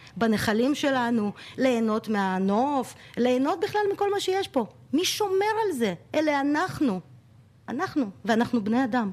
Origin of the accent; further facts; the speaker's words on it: Turkmenistan; now in Israel; אני בכלל עליתי ב-91, אני לא נולדתי ב... מאיפה? מטורקמניסטן